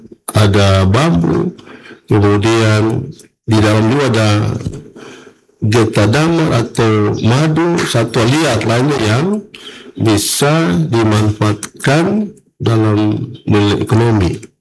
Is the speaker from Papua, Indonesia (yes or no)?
yes; Papua, Indonesia; kita orang Papua